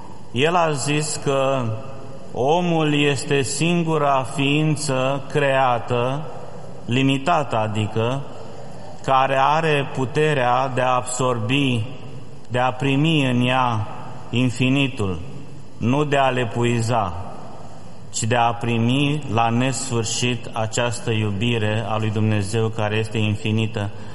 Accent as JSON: {"language": "Romanian", "country": "Romania", "said": "ne dă curaj nouă ca români"}